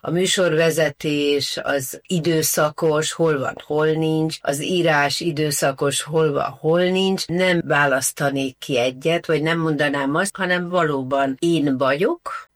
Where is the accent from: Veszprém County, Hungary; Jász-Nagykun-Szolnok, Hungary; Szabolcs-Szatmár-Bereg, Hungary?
Jász-Nagykun-Szolnok, Hungary; Tiszatenyő; moved away as an adult; also born or lived in Szeged / Szentendre / Budapest; Szolnok, szülővárosom, de nem ott töltöttem a gyerekkoromat, hanem mellette egy nagyon kicsi faluban, Tiszatenyő a neve.